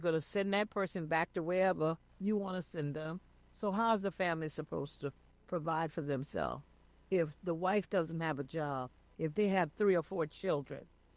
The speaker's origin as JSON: {"language": "English", "region": "the South", "country": "United States", "said": "And I'm a Southerner. I was born in the South."}